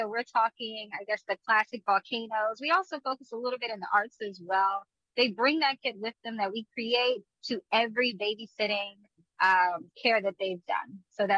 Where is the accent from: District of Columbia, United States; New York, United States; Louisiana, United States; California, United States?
District of Columbia, United States; Washington; I am a native Washingtonian. I am from east of the river, southeast, and that is where I mostly reside. I'm definitely Ward 7 and 8.